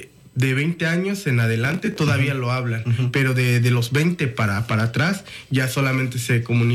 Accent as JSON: {"language": "Spanish", "area": "Morelos", "region": "Veracruz", "country": "Mexico", "first_language": "Totonac", "second_language": "Spanish", "said": "No, de Morelos."}